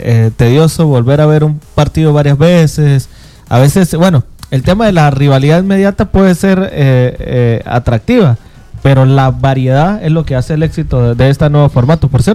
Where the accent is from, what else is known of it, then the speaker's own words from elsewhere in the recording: Palmira, Valle del Cauca, Colombia; Para los que no saben, soy de Palmira, ¿no?